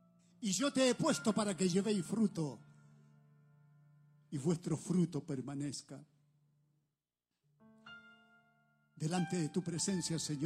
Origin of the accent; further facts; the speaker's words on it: Santiago, Santiago Metropolitan Region, Chile; Escúcheme bien esta palabra que vengo de Santiago de Chile a decírsela.